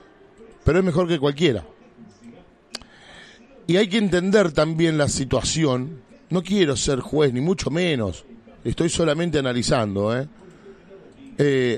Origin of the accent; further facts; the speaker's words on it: Argentina; Vivimos, y hablo de Argentina